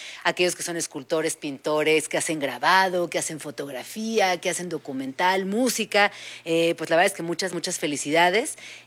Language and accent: Spanish; Mexico